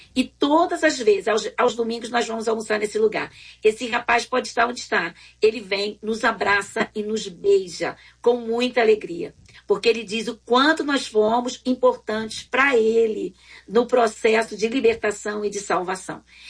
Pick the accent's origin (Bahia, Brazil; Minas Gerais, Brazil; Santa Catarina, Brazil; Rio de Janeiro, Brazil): Rio de Janeiro, Brazil; moved away as an adult; a gente chega na cidade e somos cariocas, então nós temos uma característica diferente.